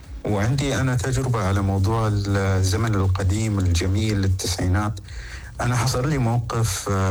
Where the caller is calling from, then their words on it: Saudi Arabia; أنا من السعودية.